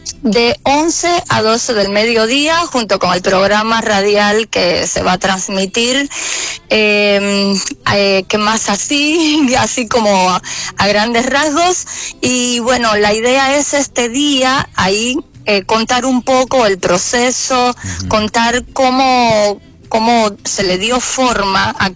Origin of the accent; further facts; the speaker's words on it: Cuba; born there; Yo nací en Cuba y bueno, egresé de mis estudios en el ISA de piano